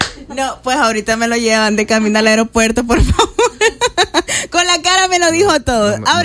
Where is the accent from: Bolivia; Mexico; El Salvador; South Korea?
El Salvador